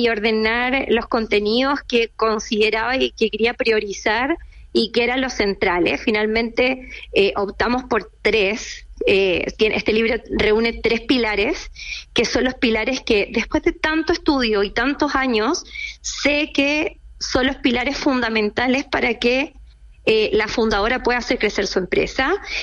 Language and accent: Spanish; Puerto Montt, Los Lagos, Chile; born or raised there; moved away as an adult; also born or lived in Temuco / Argentina; now in Santiago, Chile